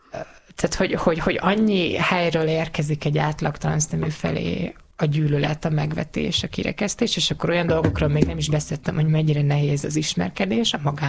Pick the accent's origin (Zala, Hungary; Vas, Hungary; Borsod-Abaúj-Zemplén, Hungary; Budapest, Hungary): Borsod-Abaúj-Zemplén, Hungary; én egy icipici faluból származom, Borsod megyéből, egy 800 fős kis faluból.